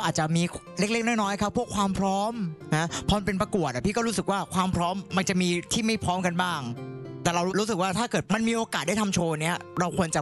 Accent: Southern Thailand, Thailand; ผมเป็นคนใต้

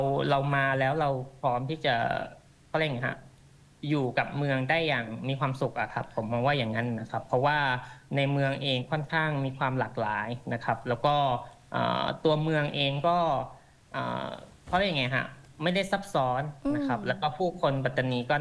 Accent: Narathiwat, Thailand; now in Pattani, Thailand; ผมเป็นคนนราธิวาสครับ

